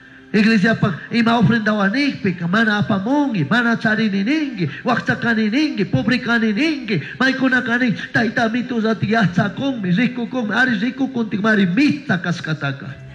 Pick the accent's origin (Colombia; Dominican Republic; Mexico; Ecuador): Ecuador; Santiago de Quito parish, Chimborazo; Yo soy de la parroquia Santiago de Quito.